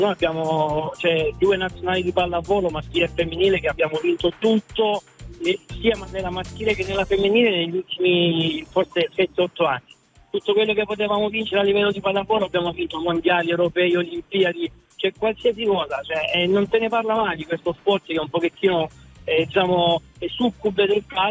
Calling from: Lecce, Apulia, Italy; io sono di Lecce, però lavoro nelle Marche

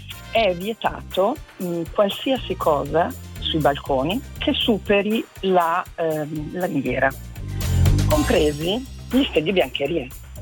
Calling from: Milan, Lombardy, Italy; Io sono di Milano, ma oggi sono a Sanremo

